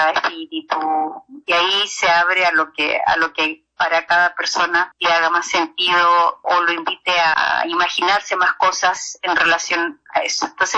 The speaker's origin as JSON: {"language": "Spanish", "region": "Arica y Parinacota", "country": "Chile", "tie": "born or raised there", "said": "En el mundo aymara, que es de donde yo soy del norte de Chile, de Arica, y crecí en el altiplano"}